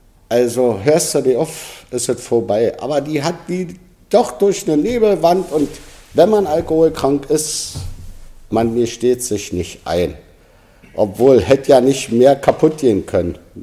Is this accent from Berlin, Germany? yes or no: yes; Berlin, Germany; Als Berliner, und da ist kein falscher Stolz, 3 Generationen, das ist schon eine ganze Menge, habe ich, obwohl ich wohnungslos war, meinen Kiez frequentiert, wo ich geboren bin, nämlich in Lichtenberg.